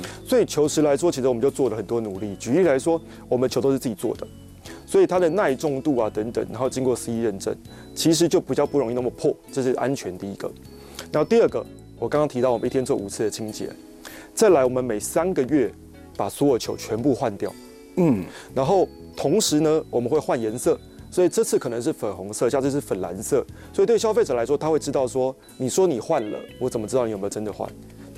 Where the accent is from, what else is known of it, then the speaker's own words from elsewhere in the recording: Taiwan; 我们台湾人就是做什么都在吃啊